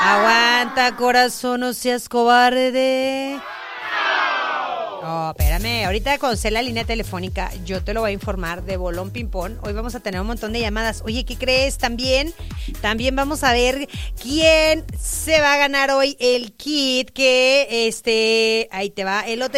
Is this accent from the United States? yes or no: no; Mexico; ¡Somos mexicanos! ¡Oye, viva México!